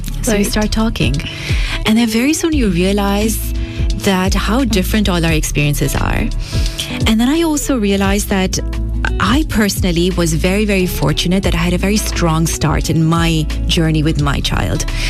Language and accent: English; Pakistan; also born or lived in Gulf; So I call myself a Gulf girl. I'm originally Pakistani. I'm born and raised in the Gulf. So this is where my heart has been since forever.